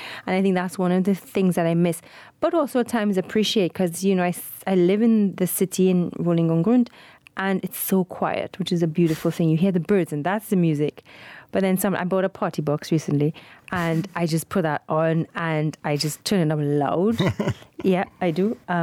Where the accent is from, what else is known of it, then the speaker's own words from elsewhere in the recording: St. James, Port of Spain, Trinidad & Tobago; Because I grew up in St. James, and St. James is, like most parts of Trinidad, because it's hot, everybody's windows open, and someone's always playing music.